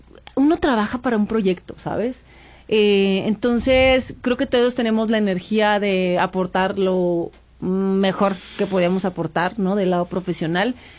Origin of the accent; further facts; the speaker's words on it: northern Mexico, Mexico; como buena norteña, pues somos de frente, ¿sabes? Somos personas directas de frente.